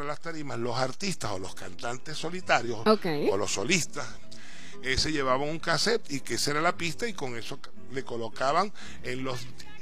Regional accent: Zulia, Venezuela; ustedes saben que nosotros los maracuchos tenemos invadido todas las partes, en todos lados.

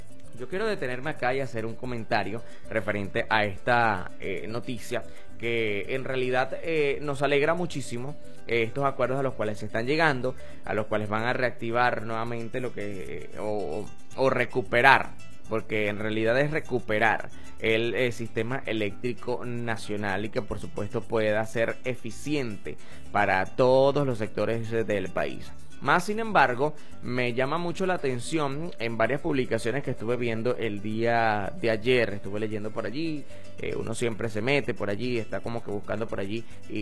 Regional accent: Venezuela; para nosotros como venezolanos

